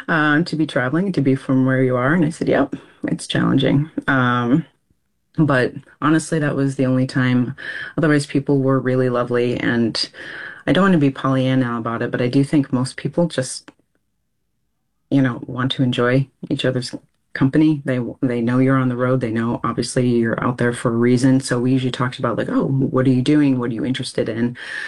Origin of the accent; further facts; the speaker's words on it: Rochester, New York, United States; inevitably, when I say I'm from New York, people always assume the city. And then I used to say, no, Rochester, whole other part, closer to Canada.